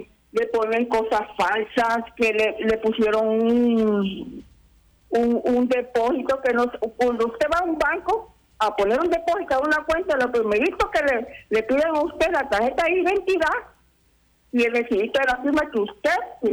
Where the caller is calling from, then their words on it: Comayagua, Honduras; yo estoy hablando de Comayagua.